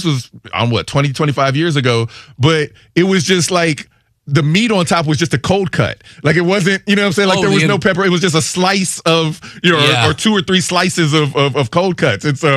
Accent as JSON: {"language": "English", "town": "Dayton", "region": "Ohio", "country": "United States", "also_born_or_lived": "Michigan", "moved": "yes", "said": "I'm originally from Dayton, Ohio."}